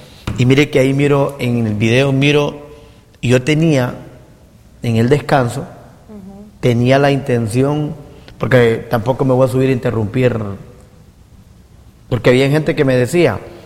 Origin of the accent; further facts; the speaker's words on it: Honduras; Los que somos de San Juan